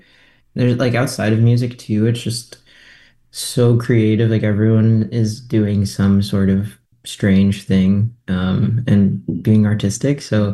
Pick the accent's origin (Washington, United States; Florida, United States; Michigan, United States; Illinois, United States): Florida, United States; Winter Garden; moved away as an adult; now in Winnipeg, Canada; Winter Garden. It's like a little bit, like maybe 20 minutes drive from Disney. So pretty like Central Florida area. Okay. I moved to Winnipeg almost 3 years ago.